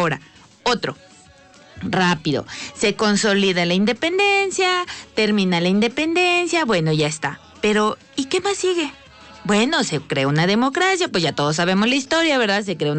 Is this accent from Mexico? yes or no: yes; Mexico; todos los mexicanos